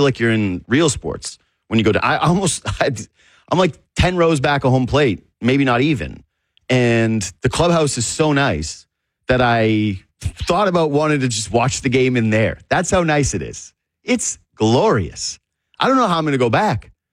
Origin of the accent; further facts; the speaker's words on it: Canada; being a Canadian who just spent the entire winter with no sun